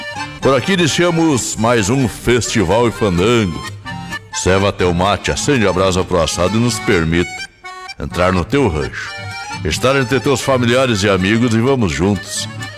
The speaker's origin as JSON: {"language": "Portuguese", "region": "Rio Grande do Sul", "country": "Brazil"}